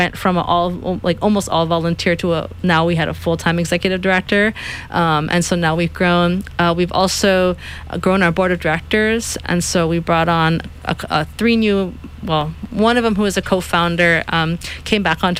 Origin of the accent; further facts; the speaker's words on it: Kauai, Hawaii, United States; So a lot of people, at least for myself, when I grew up on Kauai, we think of Wanini, we think of the beach park.